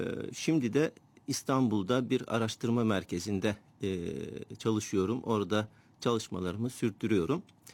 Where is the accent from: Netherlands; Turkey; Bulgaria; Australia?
Bulgaria; Dobrich, Dobrich Province; Evet, söylediğiniz gibi kendim Dobrichli, Dobrucalıyım